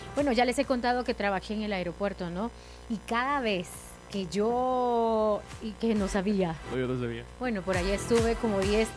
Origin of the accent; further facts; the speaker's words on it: El Salvador; ¿y usted es salvadoreña? Y yo, sí, soy salvadoreña.